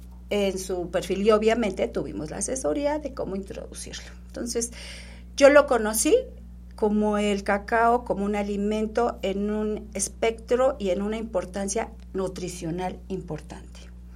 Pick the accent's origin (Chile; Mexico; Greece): Mexico